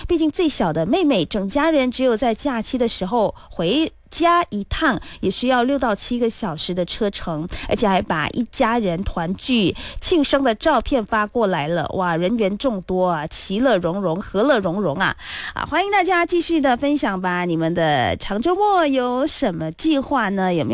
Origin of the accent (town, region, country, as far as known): Malaysia